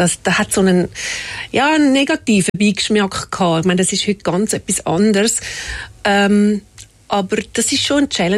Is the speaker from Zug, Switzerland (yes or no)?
no; Horgen, Zurich, Switzerland; Ich bin in Horgen aufgewachsen. Und dann so ab 12 haben meine Eltern sich getrennt